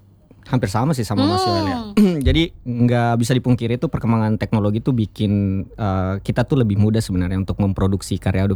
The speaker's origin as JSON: {"language": "Indonesian", "town": "Kendari", "region": "Southeast Sulawesi", "country": "Indonesia", "said": "kita orang Kendari"}